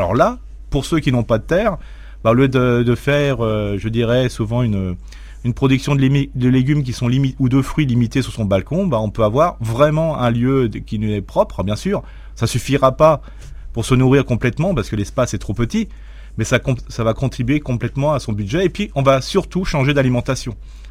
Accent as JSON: {"language": "French", "region": "Grand Est", "country": "France"}